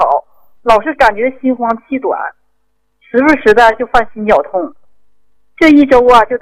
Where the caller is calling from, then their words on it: Harbin, Heilongjiang, China; 啊，李老师，我们是哈尔滨这边的。